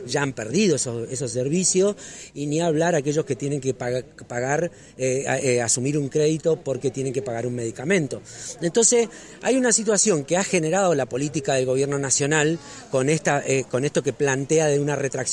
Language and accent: Spanish; Argentina; esto que nos está sucediendo como argentinos, no es una cuestión individual, es una cuestión colectiva